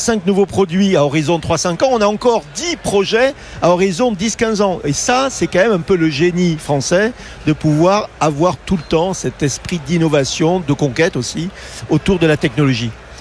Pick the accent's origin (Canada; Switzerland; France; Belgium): France; Non, honnêtement, c'est pas parce que je suis français que je le dis